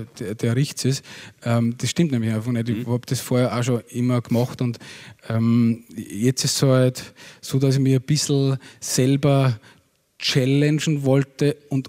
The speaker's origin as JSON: {"language": "German", "region": "Upper Austria", "country": "Austria", "said": "also bei uns im Innviertel gibt es die Liedertafel."}